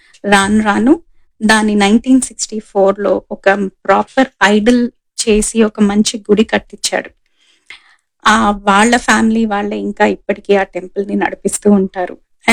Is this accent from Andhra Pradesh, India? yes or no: no; Secunderabad, Telangana, India; personally నేను సికింద్రాబాద్ అమ్మాయిని